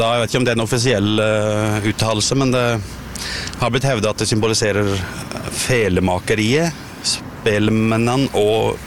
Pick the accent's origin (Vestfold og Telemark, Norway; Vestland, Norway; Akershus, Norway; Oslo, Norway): Vestfold og Telemark, Norway; Bø; så vokste jeg opp I Bø da, så har vi veldig bra folkmusikkmiljø her